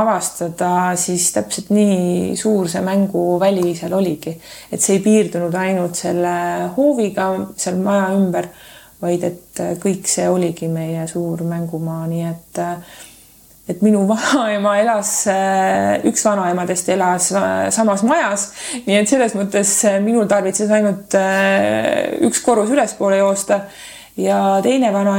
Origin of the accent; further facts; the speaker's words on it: Saare County, Estonia